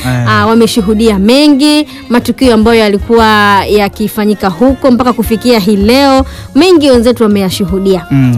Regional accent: Tanzania; mimi Mtanzania najisikia fahari.

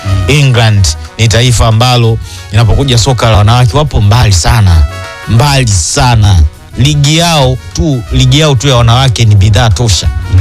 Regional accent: Tanzania; Ukiwa ni Mtanzania kama mimi, alafu mimi ni Mtanzania kama wewe

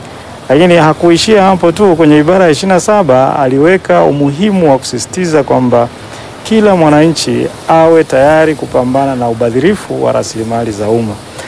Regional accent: Tanzania; sisi ni Watanzania sio kwa bahati mbaya, ni Watanzania kwa sababu Mungu amependa tu Watanzania

